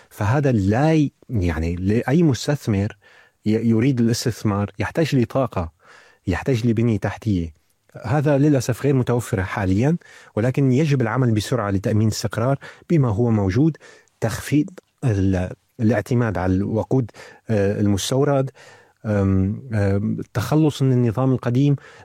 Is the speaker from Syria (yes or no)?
yes; Syria; now in Lower Saxony, Germany; أنا كسوري